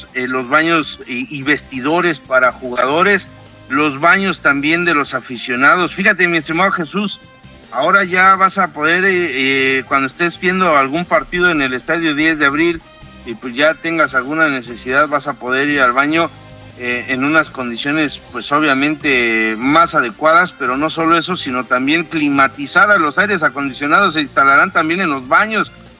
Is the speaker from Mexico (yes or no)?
yes; Mexico